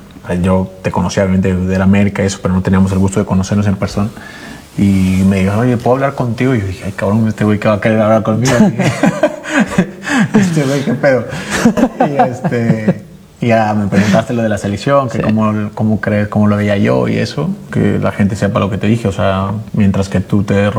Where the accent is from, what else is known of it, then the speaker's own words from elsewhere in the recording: Mexico; te honra el hecho de que tu duda de hacerlo o no era más que nada el que si yo como mexicano lo veía correcto.